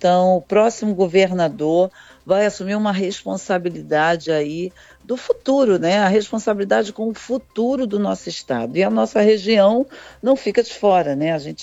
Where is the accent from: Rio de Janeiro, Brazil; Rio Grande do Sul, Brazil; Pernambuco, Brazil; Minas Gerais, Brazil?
Rio de Janeiro, Brazil; Maricá; Eu sou de Maricá, mas tenho também residência em Arraial